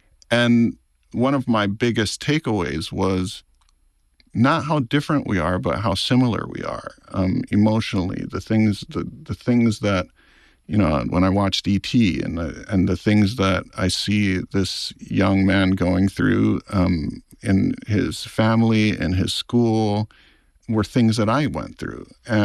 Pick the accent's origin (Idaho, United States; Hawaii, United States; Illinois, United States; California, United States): Hawaii, United States; I grew up on Maui, a small island in the middle of the Pacific Ocean, and I found connection to the outside world in movie theaters.